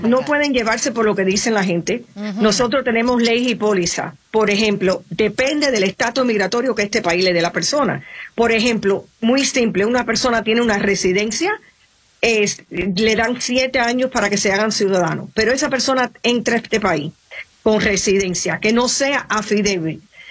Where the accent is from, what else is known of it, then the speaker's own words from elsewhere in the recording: United States; born there; Yo llevo 48 años trabajando en este país. Nací aquí.